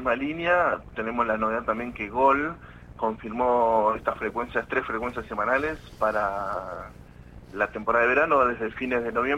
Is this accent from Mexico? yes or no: no; Tierra del Fuego, Argentina; podemos aprovechar tanto los fueguinos